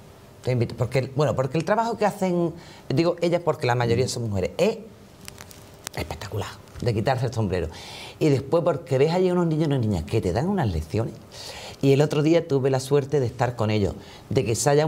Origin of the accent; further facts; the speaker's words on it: Huelva, Andalusia, Spain; en Huelva, mi tierra